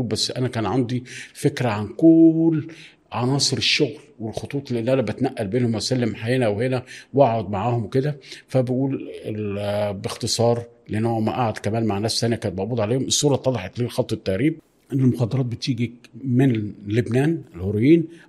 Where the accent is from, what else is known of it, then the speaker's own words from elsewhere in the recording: Egypt; ان انا صحفي مصري